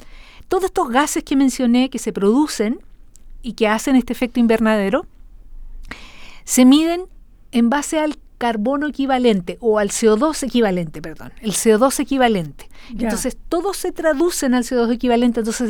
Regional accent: Chile

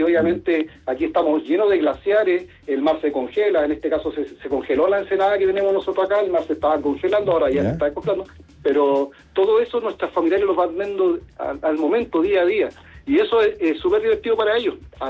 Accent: Chile; Y le hablamos de Chile, en realidad, lo importante que para nosotros como chilenos cuidar la Antártica y para qué estamos aquí.

